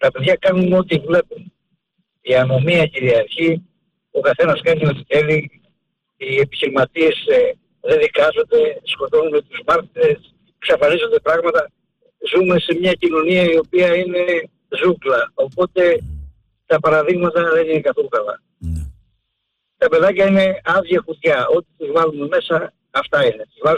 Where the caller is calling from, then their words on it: Petroupoli, Attica, Greece; από Πετρούπολη.